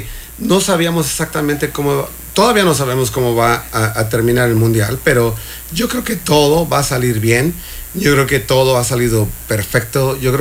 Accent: Mexico; sabemos que somos mexicanos

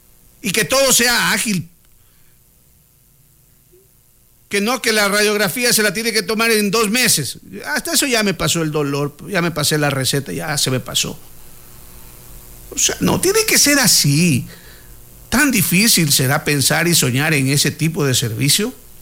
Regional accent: Zaruma, El Oro, Ecuador; no me vean como alguien que no quiere el desarrollo de mi pueblo

